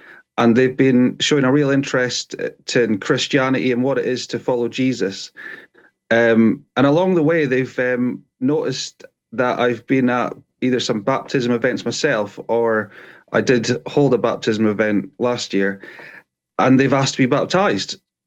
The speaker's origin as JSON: {"language": "English", "region": "Scotland", "country": "United Kingdom", "tie": "born or raised there", "lives_now": "Cornwall, United Kingdom", "said": "I'm actually, I was brought up in Scotland, but I do live in Cornwall now. So on the jam side of the border."}